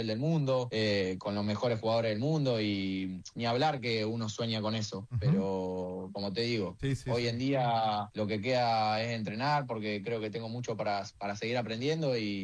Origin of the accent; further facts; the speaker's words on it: Rosario, Santa Fe, Argentina; also born or lived in Gualeguaychú; soy más rosarino que entrerriano, es la realidad. Yo viví un solo año en Gualeguaychú y ya al año y medio ya estaba acá en Rosario.